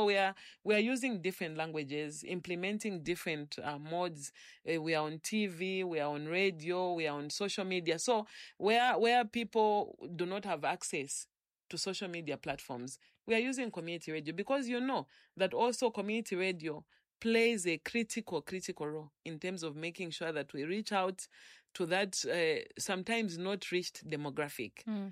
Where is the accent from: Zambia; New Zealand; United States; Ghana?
Zambia; Lusaka, Lusaka Province; I come from Kanyama. I have lived among my people